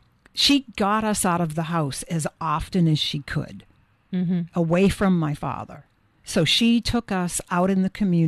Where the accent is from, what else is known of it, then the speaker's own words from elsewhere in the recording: Dorchester, Massachusetts, United States; And so growing up in Dorchester, at least in the time that we did, families were very large.